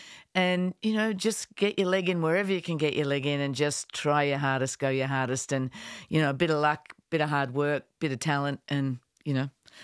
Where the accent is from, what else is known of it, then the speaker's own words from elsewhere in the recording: Adelaide, South Australia, Australia; Really, it wasn't much of a thing to do a journalism school at university, journalism degree, when I was growing up in Adelaide.